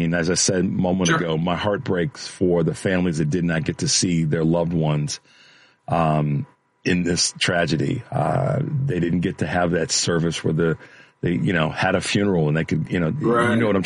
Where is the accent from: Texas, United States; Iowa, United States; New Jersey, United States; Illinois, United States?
Illinois, United States; Chicago; me being a Chicagoan